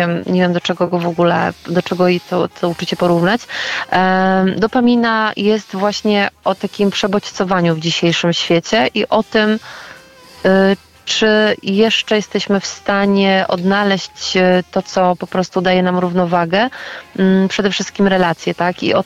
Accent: Silesian Voivodeship, Poland; born there; accent: Silesian; Wiesz co, ja się urodziłam na Śląsku, ale również jestem z pochodzenia naprawdę z takiej prawdziwej śląskiej rodziny.

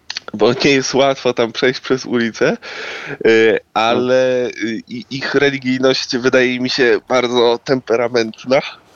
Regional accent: Grudziądz, Kuyavian-Pomeranian Voivodeship, Poland; moved away as an adult; now in Warsaw, Poland; moje rodzinne miasto i ten przeskok do Warszawy, która jest większa od mojego rodzinnego Grudziądza, był lekkim szokiem

